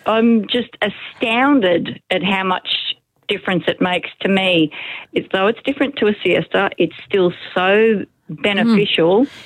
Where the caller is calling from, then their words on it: Australia; being Australian